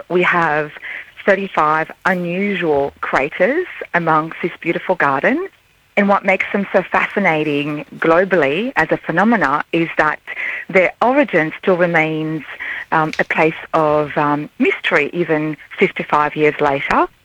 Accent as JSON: {"language": "English", "town": "Melbourne", "region": "Victoria", "country": "Australia", "moved": "yes", "said": "So we're from Melbourne originally. We've been here for 3 years and we love pizza."}